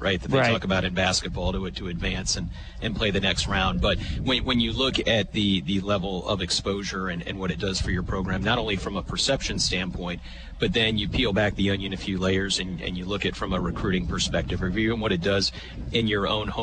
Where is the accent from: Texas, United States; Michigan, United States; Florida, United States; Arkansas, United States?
Florida, United States; Gainesville; I grew up in Gainesville, Florida, and walked on at the University of Florida. That was kind of my dream. I grew up on campus there.